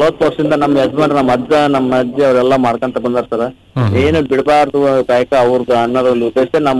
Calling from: Koppal, Karnataka, India; ಕೊಪ್ಪಳದಿಂದ.

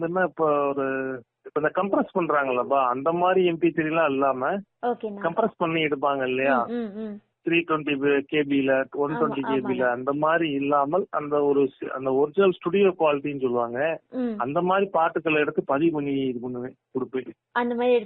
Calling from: Srivilliputhur, Tamil Nadu, India; இப்ப நான் வெளிய ஊர்ல இருக்கேன், ஸ்ரீவில்லிபுத்தூர்ல இருக்கேன்.

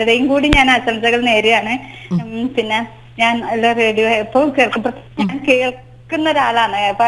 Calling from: Kannur, Kerala, India; ഞാൻ കണ്ണൂരിൽ നിന്നാണ് വിളിക്കുന്നത്.

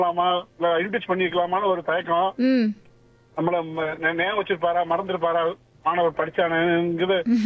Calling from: Chennai, Tamil Nadu, India; நான் வந்து அடையர்ல இருந்து.

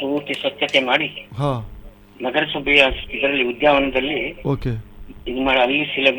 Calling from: Karwar, Karnataka, India

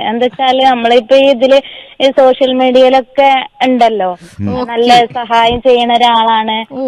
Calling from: Wandoor, Kerala, India; ഞങ്ങളെ സ്ഥലം നടുവത്ത്, പൊട്ടാലിങ്ങലെ എന്ന് പറയൂ.

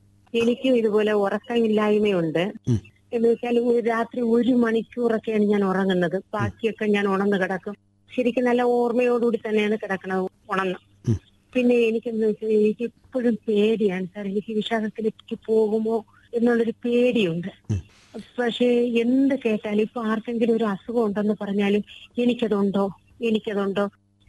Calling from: Kerala, India; ഞാൻ കരമലയിൽ നിന്നാണ് വിളിക്കുന്നത്.

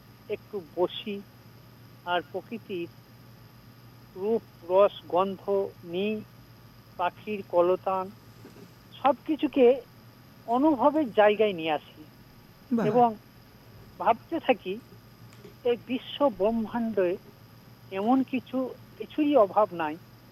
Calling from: Purba Bardhaman, West Bengal, India; পশ্চিমবঙ্গ রাজ্যের পূর্ব বর্ধমান থেকে আমি

